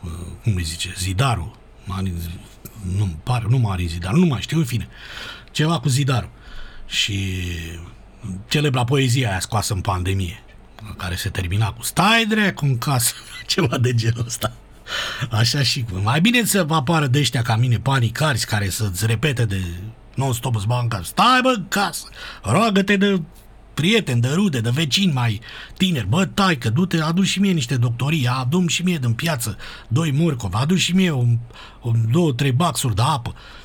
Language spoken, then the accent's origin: Romanian; Romania; exagerăm noi ca români